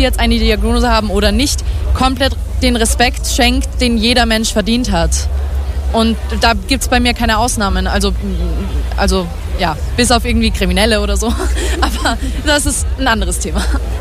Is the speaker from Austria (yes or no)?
yes; Vienna, Austria